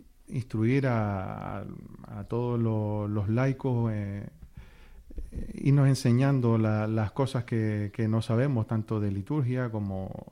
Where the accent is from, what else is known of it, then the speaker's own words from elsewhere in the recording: Arucas, Canary Islands, Spain; Yo soy de Montaña Cardones, de Arucas.